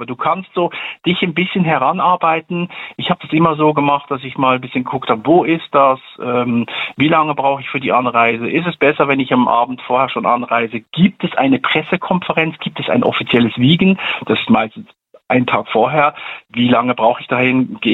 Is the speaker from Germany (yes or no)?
no; Switzerland; Also bei uns in der Schweiz, bin ja Schweizer, nennt man das Klinkeputzer.